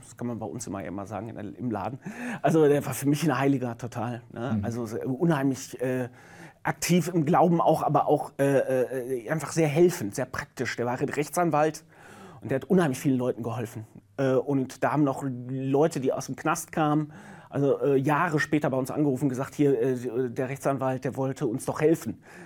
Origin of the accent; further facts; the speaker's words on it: North Rhine-Westphalia, Germany; Ich komme aus dem Sauerland. Ne? Sauerland ist zu der Zeit noch super katholisch gewesen und da hat Gemeinde noch sehr viel bedeutet.